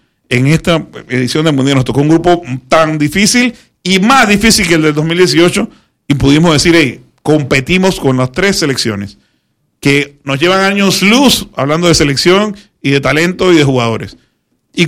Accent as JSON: {"language": "Spanish", "country": "Panama"}